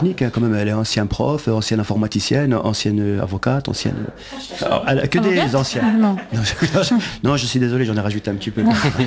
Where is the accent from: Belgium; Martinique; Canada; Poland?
Belgium; now in Paris, France; je viens de Belgique.